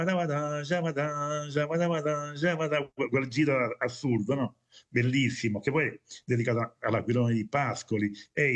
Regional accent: Monteverde, Campania, Italy; moved away as an adult; now in Milan, Italy; Io sono di un piccolo paese della provincia d'Avellino

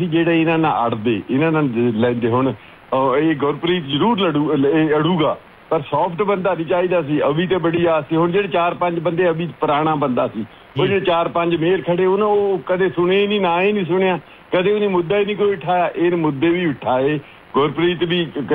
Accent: Gunachaur, Punjab, India; now in Canada; ਤੇ ਫਿਰ ਅਸੀਂ ਬੰਗੀ ਪੜ੍ਹਦੇ ਹੁੰਦੇ ਸੀ, ਤੇ ਸਾਡਾ ਪਿੰਡ ਤਾਂ ਗੁਣਾ ਚੌਰ ਸੀ ਇੱਧਰ, ਹੈ ਜੀ ਬੰਗਿਆਂ ਦੇ ਕੋਲ ਹੀ ਆ

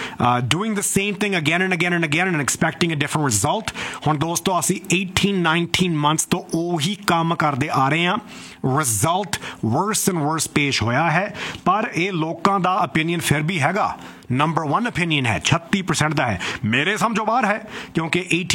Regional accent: Canada; ਸਾਡੇ ਵਰਗੇ ਇੱਥੇ ਜੰਮੇ ਪਲੇ ਆ

